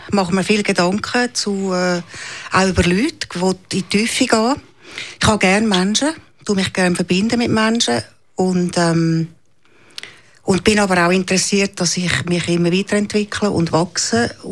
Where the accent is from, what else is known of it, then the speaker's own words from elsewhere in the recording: Zurich, Switzerland; also born or lived in Uitikon / Baden; Ich bin am Zürichberg aufgewachsen. Zuerst in Uitikon, in Waldeck, dann in Baden.